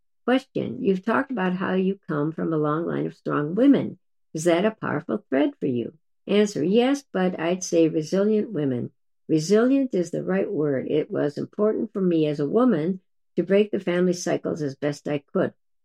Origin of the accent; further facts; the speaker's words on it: Canada; I'm Canadian and I need butter.